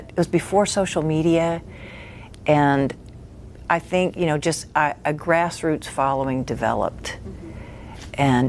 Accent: Nashville, Tennessee, United States; It's funny because I grew up in Nashville, which is such a great, amazing music community.

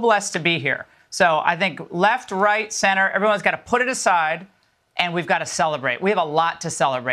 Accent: United States; the fact that we are American citizens.

